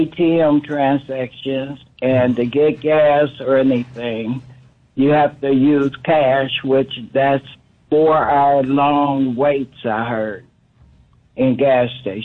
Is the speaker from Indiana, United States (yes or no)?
yes; Indianapolis, Indiana, United States; from Indianapolis, Indiana.